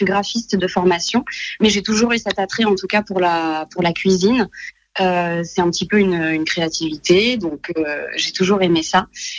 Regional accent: Montalivet, Nouvelle-Aquitaine, France; moi je viens de Montalivet même, j'ai grandi ici avec des parents qui étaient restaurateurs

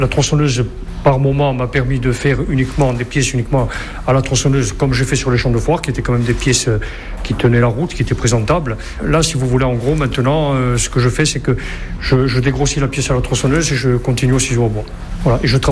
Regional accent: Lévie, Corsica, France; moved away as an adult; À la base, je suis originaire de Lévis. Ce qui est devenu mon atelier était au départ une maison de famille où ont vécu mes grands-parents. Comme beaucoup de Corses, à 18 ans, je suis parti faire mes études sur le continent

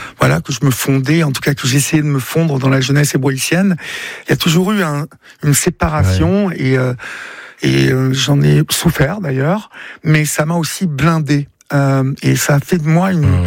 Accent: Évreux, Normandy, France; moved away as an adult; c'est que j'ai grandi à Évreux, et Évreux est une ville extrêmement compliqué.

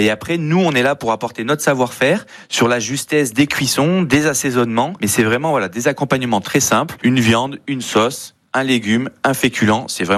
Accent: Mauves, Auvergne-Rhône-Alpes, France; Moi, je suis de Mauves. C'est pour ça que j'ai voulu m'installer ici.

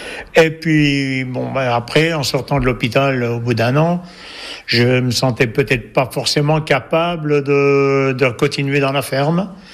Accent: Couches, Bourgogne-Franche-Comté, France; je suis né à Couches, je suis resté à Couches.

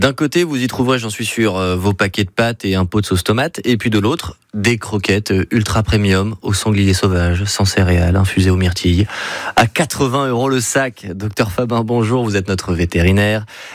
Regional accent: Grand Est, France; En tant qu'Alsacien, on va supporter les amis allemands, les amis frontaliers.

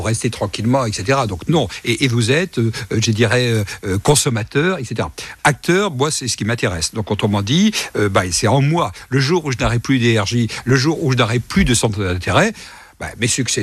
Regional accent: Mareuil, France; Et puis, à l'âge de 12 ans à peu près, eh bien, mes parents sont venus habiter Mareuil. Et là, j'ai grandi à Mareuil jusqu'à mes 25 ans, sans évidemment la période estudiantine.

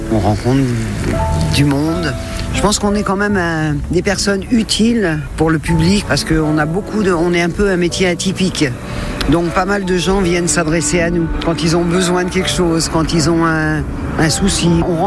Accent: Pays de la Loire, France; born there; Je suis née en Sarthe, ensuite j'ai voyagé, nous faisions les fêtes foraines, donc des manèges, de foire en foire, de ville en ville.

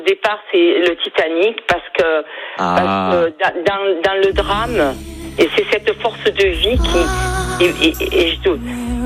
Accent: Perpignan, Occitanie, France; accent: Perpignan; J'ai l'accent perpignanais, je suis désolée.

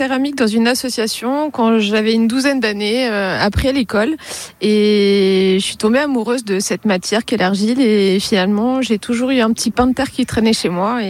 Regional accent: Nantes, Pays de la Loire, France; moved away as an adult; now in Finistère, France; depuis que je suis dans le Finistère, parce que je suis nantaise. À la base, j'ai trouvé un Finistérien et j'ai migré dans le Finistère depuis presque 10 ans maintenant. Et j'avais un grand-père morbihanais

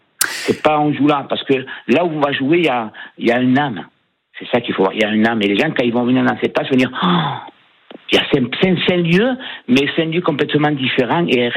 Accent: Agde, Occitanie, France; moi je suis quand même agatois, hein, j'ai grandi à Agde

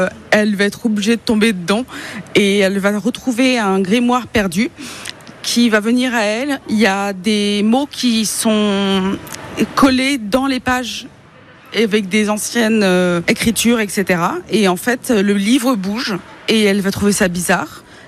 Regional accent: Tours, Centre-Val de Loire, France; je suis de Tours

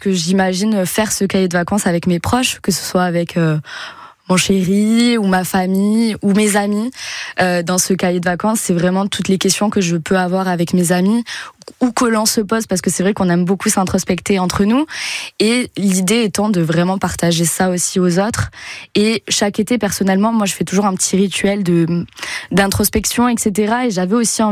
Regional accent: Toulouse, Occitanie, France; accent: Toulouse; Ben, je suis toulousaine, je crois que ça s'entend à l'accent ou pas ?

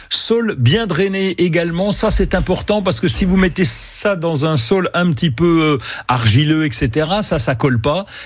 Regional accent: Bourgogne-Franche-Comté, France; c'est qu'elle pousse bien chez nous en Franche-Comté.

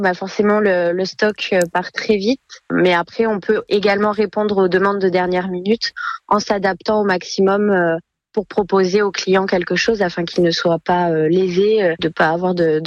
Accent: Castandet, Nouvelle-Aquitaine, France; dans mon village natal, donc la commune de Castandé

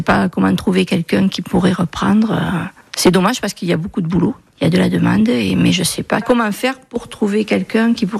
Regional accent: Nouvelle-Aquitaine, France; accent: south-west; moved away as an adult; also born or lived in Gironde; now in Franche-Comté, France; Du sud-ouest, sud-Gironde, enfin plutôt Lot-et-Garonne. Voilà, moi, quand j'étais petite, j'habitais en Lot-et-Garonne.

